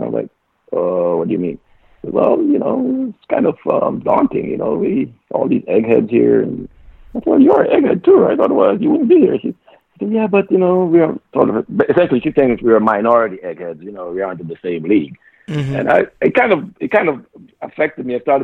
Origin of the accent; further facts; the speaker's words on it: Jamaica; now in United States; as poor Jamaican